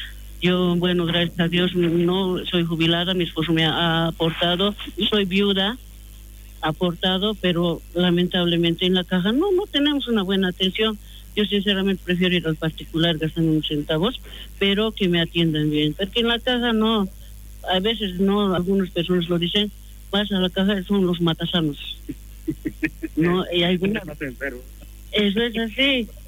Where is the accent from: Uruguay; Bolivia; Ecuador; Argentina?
Bolivia; also born or lived in Brazil